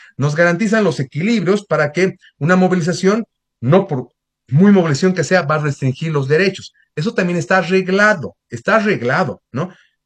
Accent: Bolivia; Nosotros, los que somos de la Bolivia profunda, de la patria

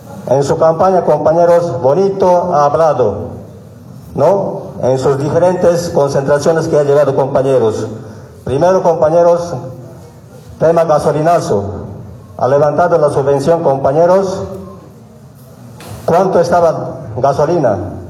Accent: Bolivia; Nosotros, compañeros, como bolivianos, totalmente rechazamos

